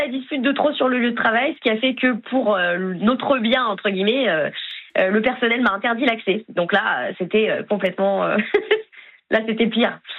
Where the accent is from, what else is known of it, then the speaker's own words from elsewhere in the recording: Cannes, Provence-Alpes-Côte d'Azur, France; also born or lived in Lyon; C'est ça, mais je suis sur Cannes depuis que j'ai 4 ans, mais c'est vrai que j'ai pas trop l'accent du Sud.